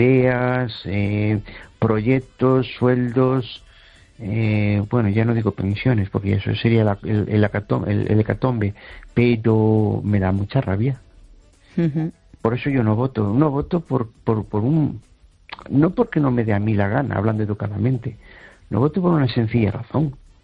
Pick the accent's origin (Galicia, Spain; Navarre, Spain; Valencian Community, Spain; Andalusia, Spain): Galicia, Spain; Amoeiro; now in Tarragona, Spain; de Amoeiro, que hoy te habla, qué cosa más curiosa. Se me hace raro llamarte desde Tarragona.